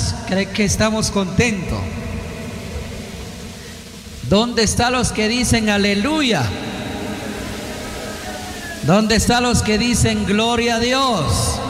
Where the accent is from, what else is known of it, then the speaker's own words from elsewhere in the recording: Chichicastenango, Quiché, Guatemala; somos de Chichicastenango